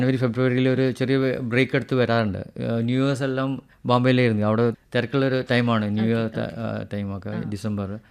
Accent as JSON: {"language": "Malayalam", "town": "Kozhikode", "region": "Kerala", "country": "India", "tie": "born or raised there", "said": "ഞാൻ ജനിച്ചതും വളർന്നതും കോഴിക്കോട് തന്നെ."}